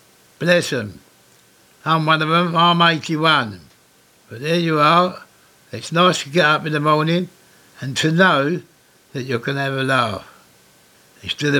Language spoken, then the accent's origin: English; Deptford, London, United Kingdom; born there; You can't miss me. I'm a little fat boy. Yeah? I was born in Deptford 81 years ago. Keep this to yourself. I was born in Edgewood Street.